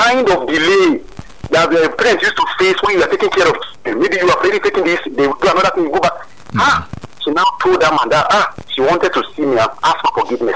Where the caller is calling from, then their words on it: Enugu State, Nigeria; from Ijuota, Enugu State.